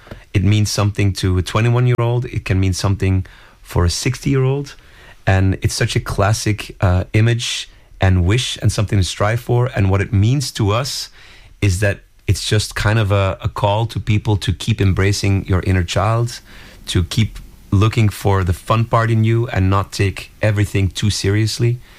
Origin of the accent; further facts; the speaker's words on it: Belgium; because of my music brings me to countries that are far away from my home country. But this was such a nice thing to, yeah, to make a song with another fellow Belgian artist.